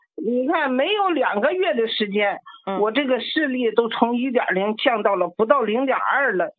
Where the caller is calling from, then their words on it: Xi'an, Shaanxi, China; 哎，王老师，我是西安的一个患者。